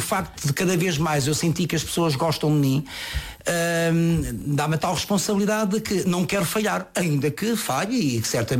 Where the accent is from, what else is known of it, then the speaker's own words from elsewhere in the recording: Lisbon, Portugal; born there; Eu nasci na Rua das Pedras Negras, portanto ali ao pé do Largo do Caldas.